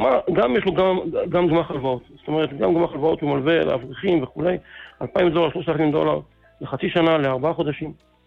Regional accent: Jerusalem, Jerusalem District, Israel

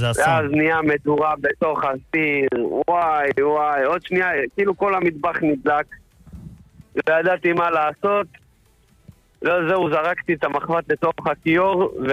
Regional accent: Beit Shemesh, Jerusalem District, Israel; אני מבית שמש

